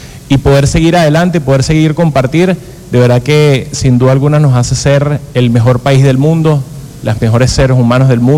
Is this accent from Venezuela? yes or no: yes; Táchira, Venezuela; sin importar si somos del Táchira